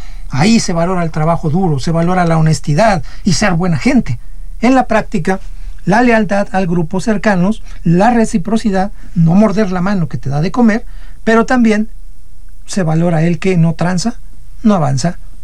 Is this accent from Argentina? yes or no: no; Mexico